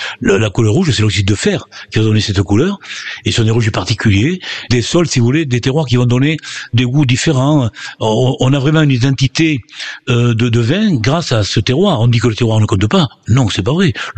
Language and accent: French; Marcillac, Occitanie, France; Chez nous, à Marsillac, pour une raison unique, c'est que nous n'avons qu'un cépage.